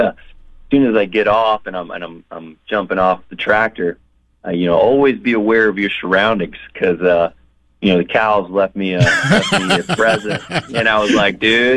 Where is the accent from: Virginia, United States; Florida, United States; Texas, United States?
Florida, United States; I was raised in Florida in a rural town